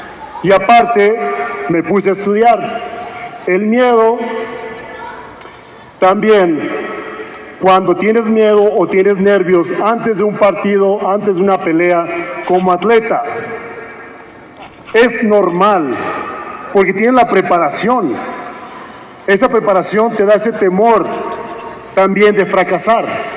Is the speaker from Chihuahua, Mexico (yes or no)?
yes; Chihuahua, Mexico; cuatro jugadores mexicanos, no los americanos mexicanos. Dos somos de Chihuahua.